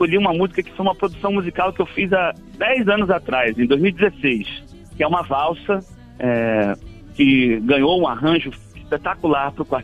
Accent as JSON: {"language": "Portuguese", "region": "Rio de Janeiro", "country": "Brazil", "tie": "born or raised there", "moved": "yes", "lives_now": "Distrito Federal, Brazil", "said": "eu cresci na Tijuca, né? No Rio de Janeiro. Hoje sou radicado no Distrito Federal, mas cresci na Tijuca"}